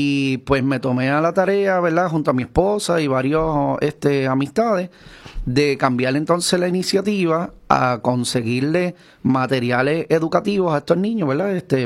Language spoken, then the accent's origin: Spanish; Aguadilla, Puerto Rico; yo también nacido y criado en el Cejo Las Ánimas aquí en Aguadilla y mi mamá, aunque trabajaba, éramos de una familia pobre